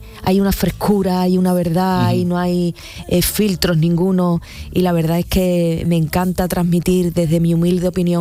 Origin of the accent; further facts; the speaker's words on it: Huelva, Andalusia, Spain; evidentemente por el himno de mi tierra, que es el Fandango de Huelva